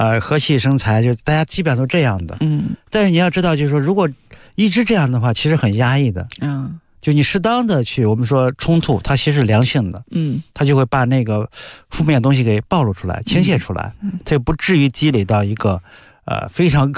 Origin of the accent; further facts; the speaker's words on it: China; 我们中国人